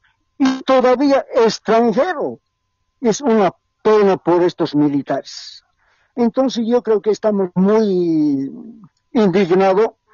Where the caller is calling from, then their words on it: Cochabamba, Bolivia; Estoy llamando de Cochabamba.